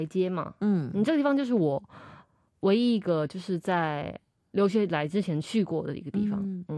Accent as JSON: {"language": "Chinese", "country": "Taiwan", "said": "我们又见面了"}